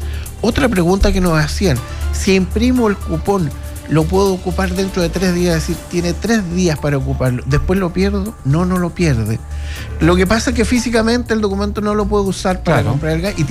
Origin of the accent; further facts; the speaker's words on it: Chillán, Ñuble, Chile; moved away as an adult; now in O'Higgins Region, Chile; Yo no soy de acá de la región, provengo de Ñuble, de la ciudad de Chillán